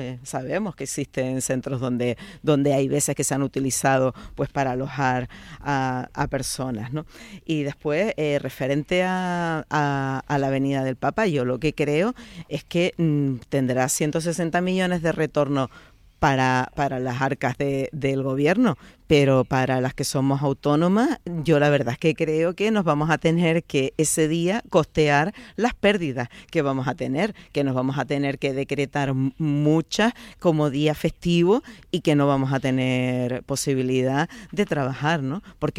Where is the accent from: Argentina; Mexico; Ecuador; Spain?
Spain; Canary Islands; Las que no nos sentimos bien en Canarias somos las Canarias.